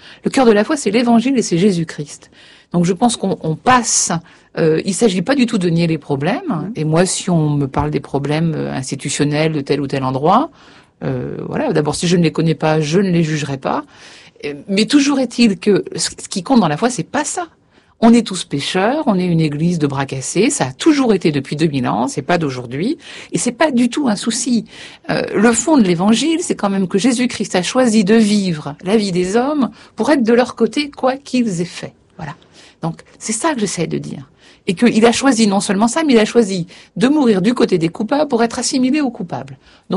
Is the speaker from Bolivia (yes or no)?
no; France; je suis française au XXIe siècle, dominicaine certes